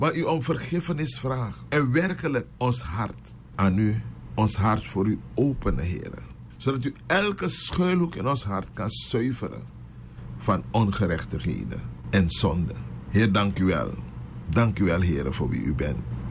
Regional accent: Suriname; als Surinamers zijn we ontwaakt. Als Surinamers is er vaderlandsliefde in ons.

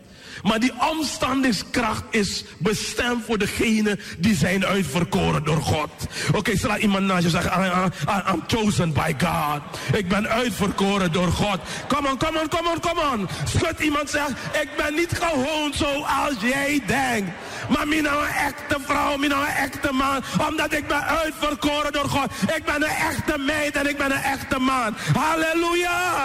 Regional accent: Suriname; En ik als Surinamer tussen die Amerikanen daar

